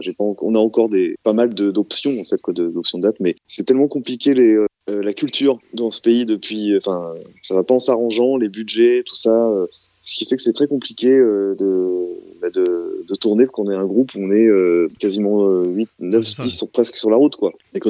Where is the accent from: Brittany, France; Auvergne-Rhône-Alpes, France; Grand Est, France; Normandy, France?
Normandy, France; Caen; moved away as an adult; now in Nantes, France; moi, je suis Normand, je suis de Caen. Je suis vraiment à Nantes que depuis 2010, enfin 2015 et plus précisément.